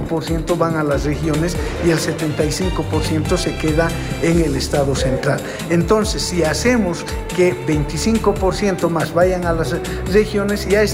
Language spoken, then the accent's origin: Spanish; Sucre, Chuquisaca, Bolivia; Nosotros, de donde soy oriundo, la ciudad de Sucre